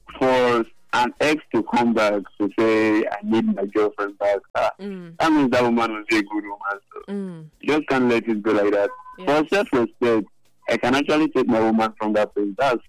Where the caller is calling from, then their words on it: Benin; from Benin.